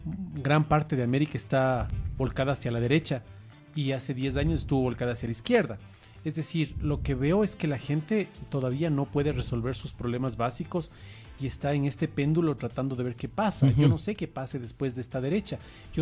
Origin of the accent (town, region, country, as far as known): Ecuador